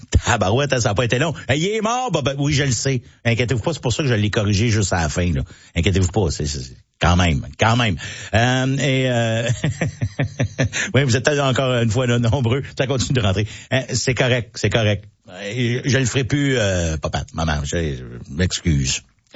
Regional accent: Mont-Saint-Hilaire, Quebec, Canada; born or raised there

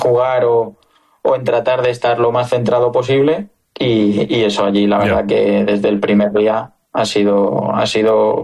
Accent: Spain; Ya no solo como aficionado, sino también claro. como español.

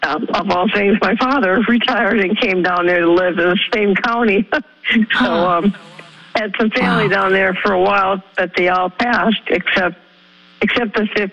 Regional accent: Milwaukee, Wisconsin, United States; also born or lived in Clearwater / Pittsburgh; I was born and raised in Milwaukee. I lived in Clearwater when I was 16. I later married and had a child and moved to Pittsburgh.

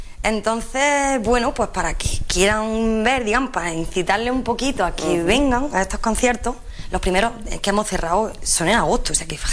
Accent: Úbeda, Andalusia, Spain; moved away as an adult; mi pueblo, el Marmo, pueblo muy chiquito

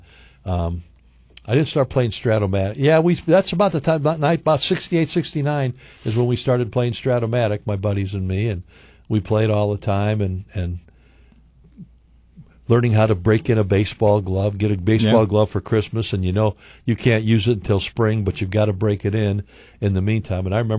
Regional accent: Chicago, Illinois, United States; Growing up in the Chicago area

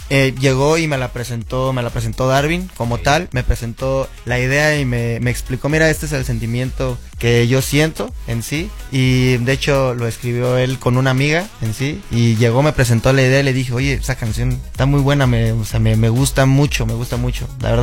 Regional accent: Morelos, Mexico; yo soy de Morelos, soy originario de Morelos

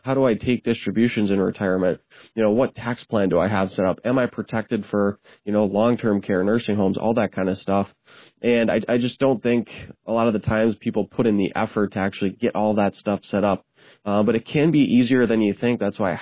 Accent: Midwest, United States; growing up in the Midwest here my whole life

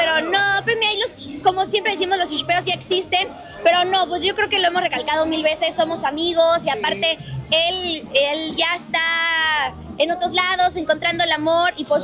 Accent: Mexico City, Mexico; ahorita ando en Monterrey, yo soy de Ciudad de México

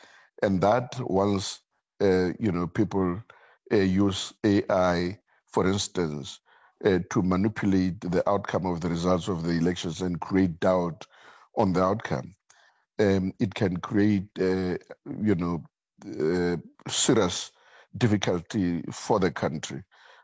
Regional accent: South Africa

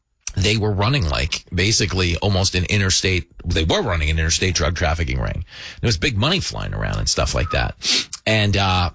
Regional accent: Levittown, United States; I mean, and where I grew up in Levittown, we were drinking beer in like sixth grade.

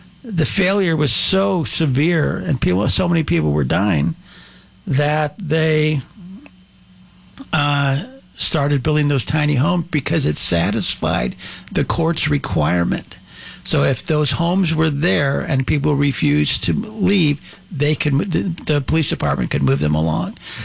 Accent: Los Angeles, California, United States; growing up in North Hollywood

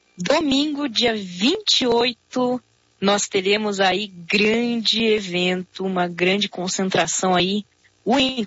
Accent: Curitiba, Paraná, Brazil; para nós aqui também, né, incluindo eu, né, que somos aqui de Curitiba, também das regiões metropolitanas aqui da Grande Curitiba aqui

